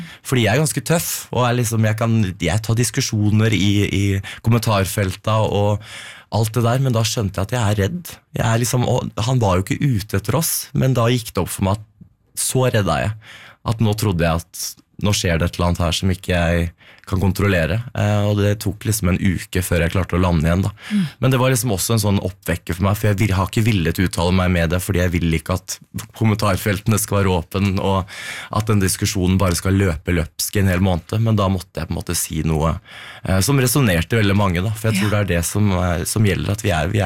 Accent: Moss, Østfold, Norway; now in Oslo, Norway; jeg kom jo fra Moss, og der var det jo, ikke sant, 2006, da var det ikke veldig mange åpne homofile da, så Oslo ble jo på en måte et fristed

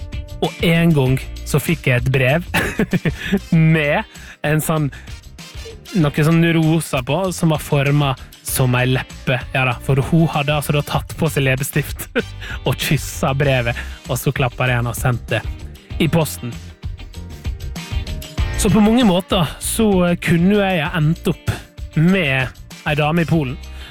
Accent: Møre og Romsdal, Norway; Jeg var på besøk med fedrene sine som jobbet da, hjemme på Sunnmøre.

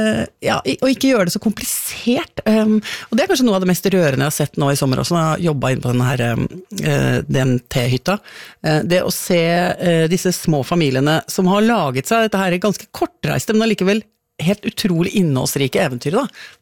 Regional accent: Innlandet, Norway; born or raised there

